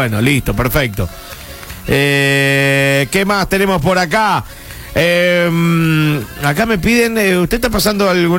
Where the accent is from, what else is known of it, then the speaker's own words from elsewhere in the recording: Argentina; Estamos curtidos como argentinos.